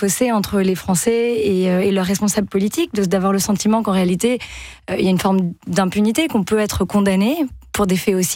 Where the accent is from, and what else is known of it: France